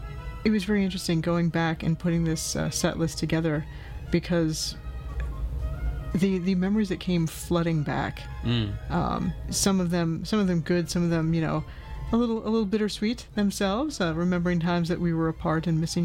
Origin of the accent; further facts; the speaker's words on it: United States; We actually met when we were in our 20s. I'm from the United States.